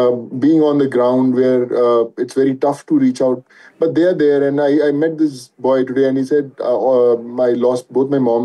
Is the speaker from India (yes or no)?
yes; India; So I think as an individual, as an Indian, it's my responsibility to be with them and do my best.